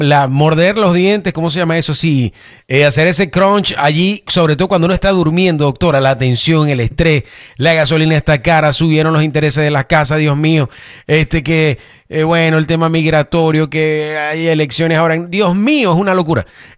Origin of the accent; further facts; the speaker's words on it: Venezuela; Yo soy venezolano